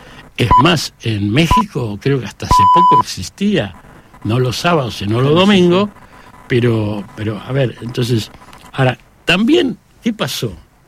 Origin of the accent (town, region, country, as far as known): Buenos Aires, Argentina; born or raised there